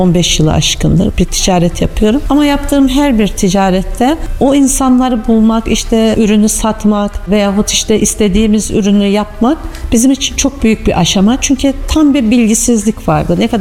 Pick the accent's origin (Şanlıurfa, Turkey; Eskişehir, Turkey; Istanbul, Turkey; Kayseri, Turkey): Kayseri, Turkey; Ağırnas; Ağrınaslıyım, doğma büyüme. Ağrınas'ın kızı ve geliniyim şu anda.